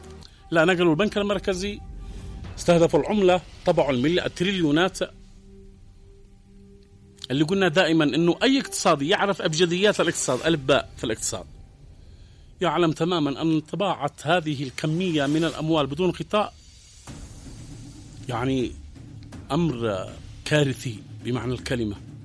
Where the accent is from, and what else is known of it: Yemen